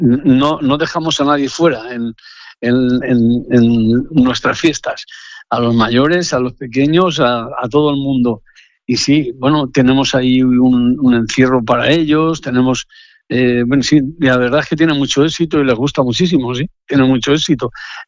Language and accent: Spanish; Ribesalbes, Valencian Community, Spain